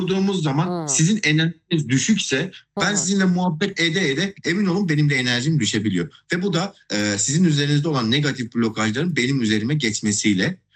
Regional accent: Azerbaijan; now in Ankara, Turkey; Evet, ben Azerbaycanlıyım. Neredeyse 15 senedir Türkiye'de yaşıyorum.

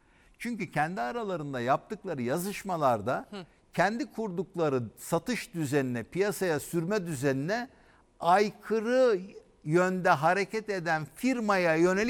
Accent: Balıkesir, Turkey; Ben Balıkesirliyim, işte Bandırma'ya giderseniz Banvit falan vardır.

